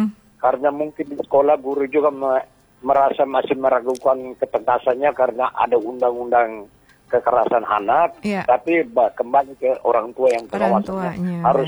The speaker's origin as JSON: {"language": "Indonesian", "town": "Sarolangun", "region": "Jambi", "country": "Indonesia", "said": "Itulah saran pandangan dari kita dari Sarolangun, karena saya punya anak 6, alhamdulillah, jantan 5, perempuan 1."}